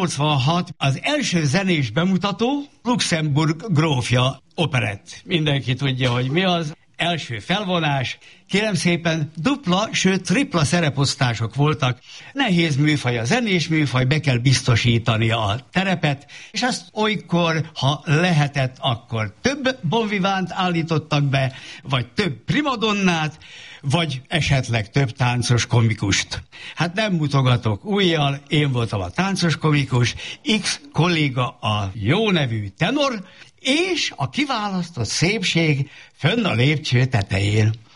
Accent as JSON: {"language": "Hungarian", "town": "Cegléd", "region": "Pest", "country": "Hungary", "tie": "born there", "also_born_or_lived": "Albertirsa", "said": "Én 1950-ben születtem, mégpedig szeptemberben, nem akárhol, Cegléden."}